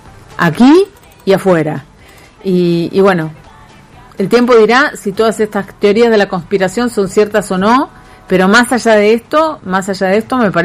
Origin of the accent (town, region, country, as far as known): Argentina